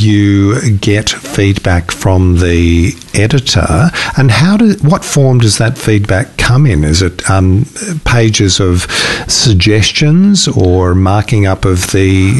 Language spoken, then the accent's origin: English; Australia; I have never been ashamed of being Australian